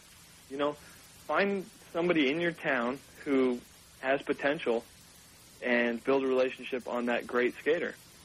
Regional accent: Sacramento, California, United States; born there; also born or lived in Pennsylvania; I moved to Sacramento from Pennsylvania, and I was around 13 years old

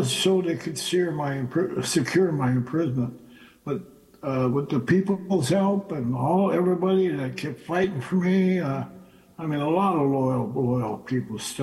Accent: North Dakota, United States; I grew up in poverty here on the Turtle Mountain Chippewa Reservation. My mother's a Dakota. She's from Spirit Lake, and we were poor here.

